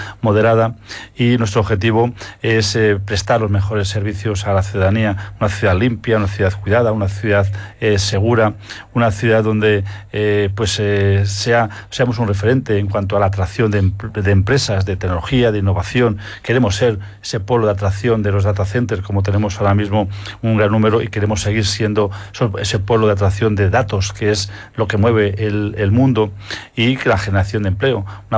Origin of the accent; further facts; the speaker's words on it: Tres Cantos, Community of Madrid, Spain; Yo como español, como tricantino, como español